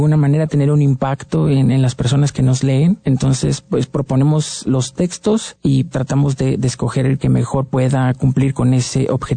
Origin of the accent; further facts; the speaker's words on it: Guerrero, Mexico; now in Mexico City, Mexico; provengo de Guerrero